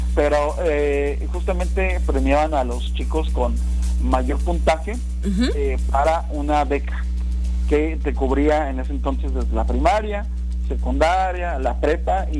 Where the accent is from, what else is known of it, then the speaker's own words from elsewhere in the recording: Ciudad Valles, San Luis Potosí, Mexico; Yo soy del municipio de Ciudad Valles